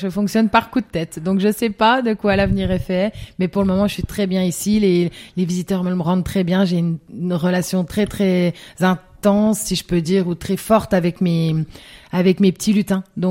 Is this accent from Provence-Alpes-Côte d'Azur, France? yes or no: no; Grand Est, France